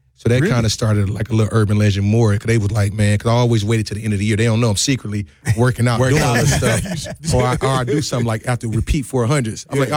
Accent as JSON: {"language": "English", "town": "Milwaukee", "region": "Wisconsin", "country": "United States", "said": "I'm from North Meadows."}